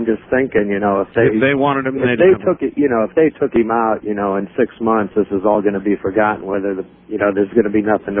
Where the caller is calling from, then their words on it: Cleveland, Ohio, United States; from Cleveland, Ohio.